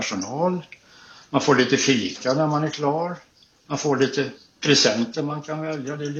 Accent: Gothenburg, Västra Götaland County, Sweden; Som göteborgare så heter det då surströmming.

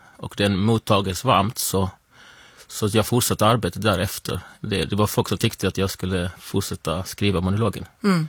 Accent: Malmö, Skåne, Sweden; Det var en helt annan värld jämfört med som när jag växte upp i Malmö, när det liksom var folk från så många olika nationaliteter på Möllan.

